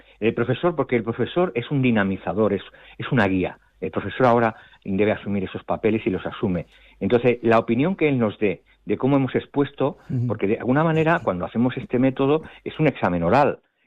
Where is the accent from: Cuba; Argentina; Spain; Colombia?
Spain; Toledo, Castilla-La Mancha; yo soy de Toledo